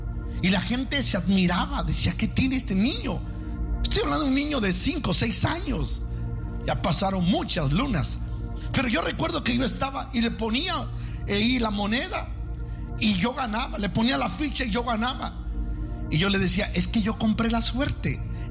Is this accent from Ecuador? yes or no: no; Izúcar de Matamoros, Puebla, Mexico; en el zócalo de mi pueblo, o de la ciudad de Izúcar de Matamoros